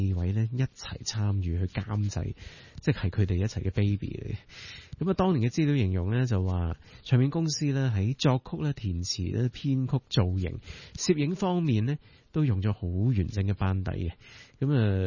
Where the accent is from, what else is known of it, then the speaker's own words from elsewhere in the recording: Hong Kong; 改成呢就是一首更加适合我们香港人啊老朋友重聚的歌了。